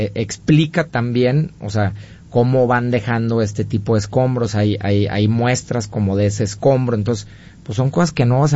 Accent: Mexico; como buenos mexicanos que somos

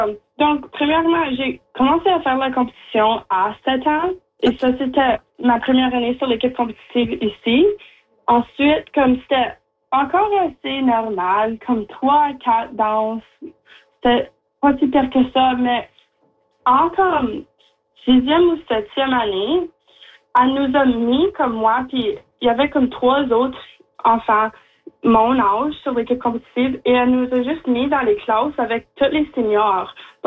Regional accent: Timmins, Ontario, Canada; also born or lived in Chapleau; Je suis 17 ans. Je viens de Timmins. Je vivais comme avant à Chapleau, mais j'ai déménagé à 5 ans

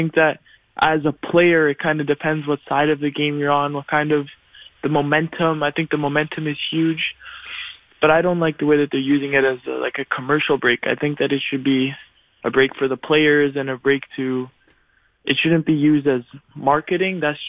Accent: Ottawa, Ontario, Canada; now in Montreal, Canada; I grew up in Ottawa. I played for Ottawa South United, OSU in Ottawa. And then when I was around 15, I got scouted by CF. And then I moved there and I've lived in Montreal for 2 years

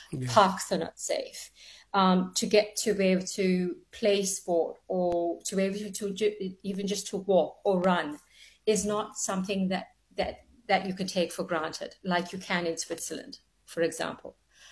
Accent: South Africa; as a South African woman

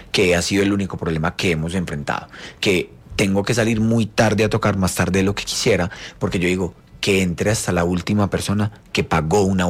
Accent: Colombia; para Colombia porque tengo que hacer en Colombia ir a hablar sobre mi canción en Colombia, que es mi país de origen.

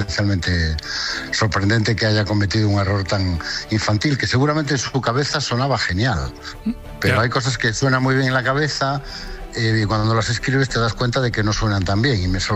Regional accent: Galicia, Spain; Sí, yo, hombre, yo soy de la Mañía de Lugo, que es lo más gallego que se puede ser.

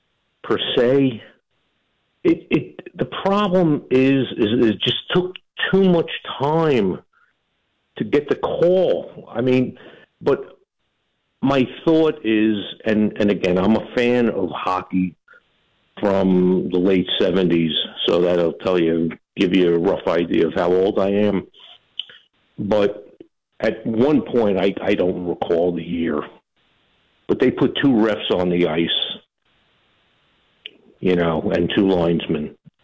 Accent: New York City, New York, United States; moved away as an adult; now in Pittsburgh, United States; I'm actually originally from Queens, New York. I've been out here 16 years

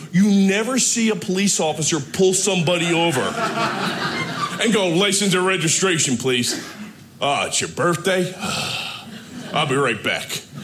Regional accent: Philadelphia, Pennsylvania, United States; I'm coming from Philadelphia.

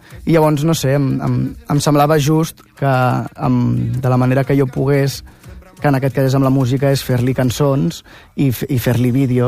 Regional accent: Mataró, Catalonia, Spain; born there; moved away as an adult; a Mataró tenim la sort de que tenim una festa major molt guai

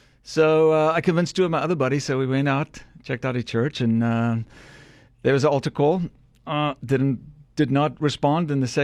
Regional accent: Kirkwood, Eastern Cape, South Africa; born or raised there

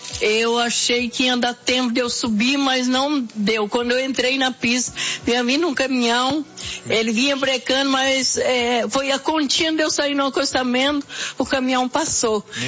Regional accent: Santa Rosa, Brazil; Sou da cidade de Santa Rosa.

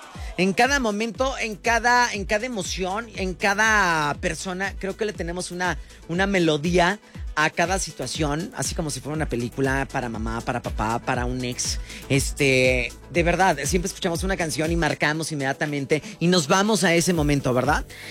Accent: Mexico; Como buenos mexicanos estamos marcando una pauta increíble.

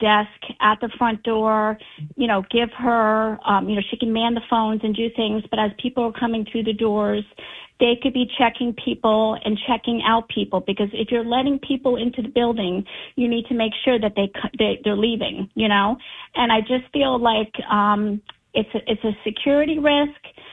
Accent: New York, United States; I'm from New York originally, and I worked in the schools in New York for 7 years.

